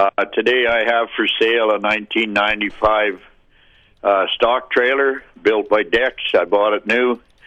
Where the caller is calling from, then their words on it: Innisfail, Alberta, Canada; I'm at 10 miles west of Innisfail on Highway 54.